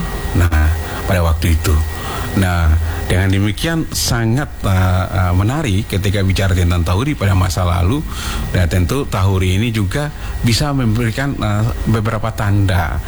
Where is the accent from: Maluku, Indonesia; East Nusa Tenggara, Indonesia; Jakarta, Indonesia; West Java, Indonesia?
Maluku, Indonesia; Nah, karena kita orang Maluku ini ya, identik dengan musik, sering disampaikan ya dena orang musik itu, orang Ambon itu musik. Nah, sejak lahir sudah nyanyi.